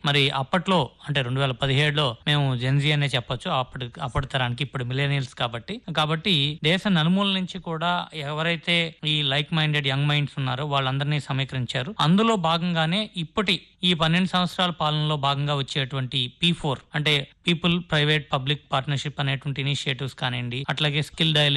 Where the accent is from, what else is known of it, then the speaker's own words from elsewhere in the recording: Andhra Pradesh, India; మా స్వగ్రామం అయినటువంటి మరిబంధం ఊరిని